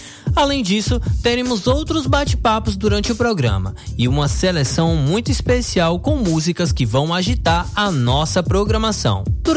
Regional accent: Piritiba, Bahia, Brazil; born there; now in Cruz das Almas, Brazil; Nasci em Piritiba e hoje vivo em Cruz das Almas, no Recôncavo Baiano.

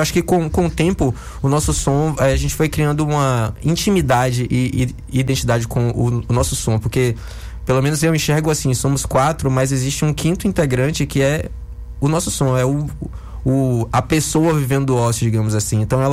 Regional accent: Bahia, Brazil; eu me sinto privilegiado de ser baiano, eu tenho muito orgulho de ser baiano.

